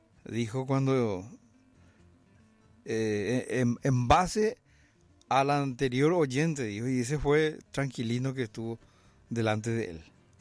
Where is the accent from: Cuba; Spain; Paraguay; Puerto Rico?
Paraguay; somos realmente paraguayos, por nuestra manera de hablar